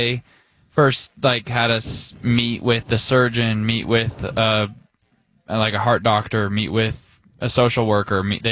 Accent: Utah, United States; also born or lived in Cache Valley; now in Sandy, United States; We're from Utah, yeah.

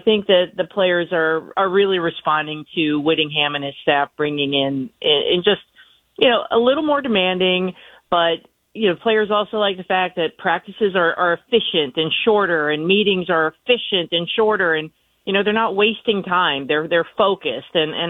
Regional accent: Ohio, United States; now in Michigan, United States; I grew up in Ohio.

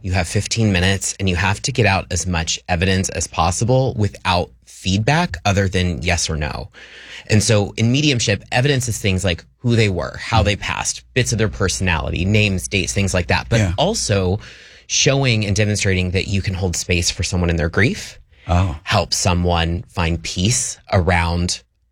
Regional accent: Ohio, United States; I grew up in Ohio in a conservative family.

